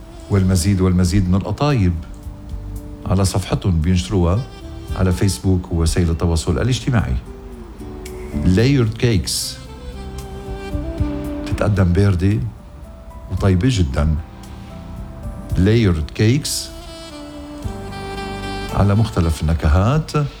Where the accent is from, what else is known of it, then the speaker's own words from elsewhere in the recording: Ghazir, Keserwan-Jbeil, Lebanon; من ضيعتي غزير